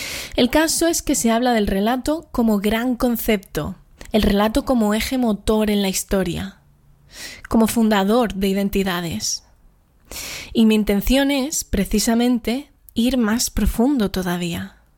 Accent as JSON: {"language": "Spanish", "region": "Andalusia", "country": "Spain"}